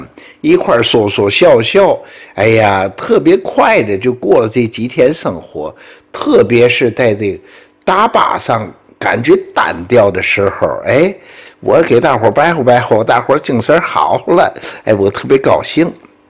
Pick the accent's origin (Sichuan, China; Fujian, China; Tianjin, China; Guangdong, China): Tianjin, China; 所以我们天津人养成了不在家做早点